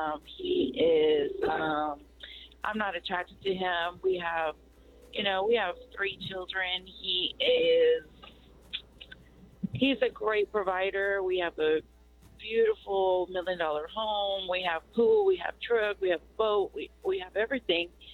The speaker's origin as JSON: {"language": "English", "country": "Guatemala", "said": "I may not sound like it, but I am Latina from Guatemala."}